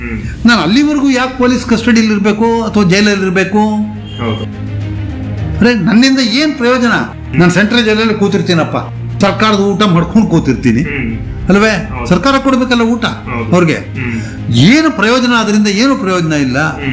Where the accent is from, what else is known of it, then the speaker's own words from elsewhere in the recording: Mysore, Karnataka, India; ನಾನು ಮೈಸೂರು ಹುಟ್ಟಿದ್ರಿಂದ 1 ಓದಿದ್ದು ಮೈಸೂರು. ಈ ವಯಸ್ಸಲ್ಲಿ ನಾನು ಮೈಸೂರಲ್ಲಿ ಇದ್ದೀನಿ